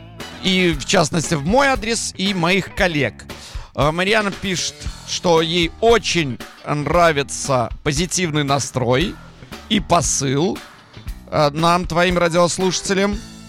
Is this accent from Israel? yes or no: no; Belarus; accent: Belarusian; несмотря на свой белорусский говор где-то и акцент.